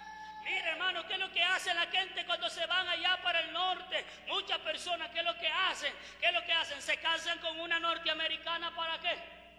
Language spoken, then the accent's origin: Spanish; Jucuapa, Usulután, El Salvador; yo soy de Jucuapa.